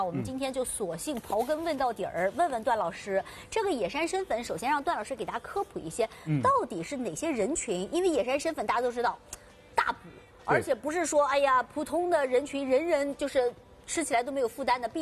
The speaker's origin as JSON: {"language": "Chinese", "region": "Shanghai", "country": "China", "said": "作为一个上海人，大家都听过同安春堂。"}